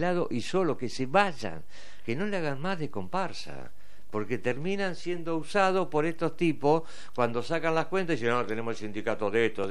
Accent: Argentina

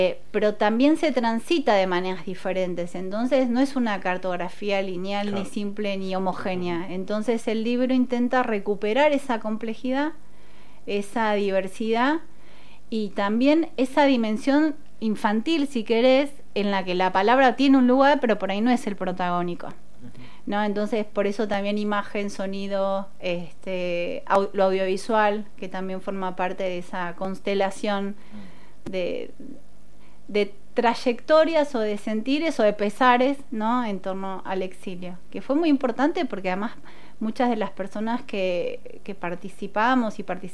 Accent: Neuquén, Argentina; born there; moved away as an adult; also born or lived in Mexico; now in La Plata, Argentina; mi familia era de Neuquén, así que volvemos a Neuquén.

